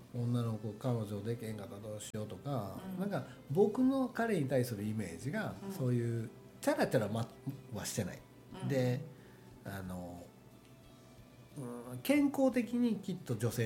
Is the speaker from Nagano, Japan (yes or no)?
no; Takatsuki, Osaka, Japan; 地元の高槻